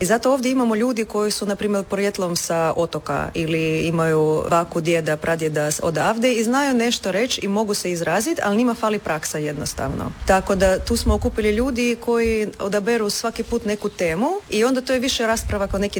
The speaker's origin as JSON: {"language": "Croatian", "country": "Russia", "second_language": "Croatian", "moved": "yes", "lives_now": "Croatia", "said": "ja sam iz Rusije, ali poprilično dobro sam savladala."}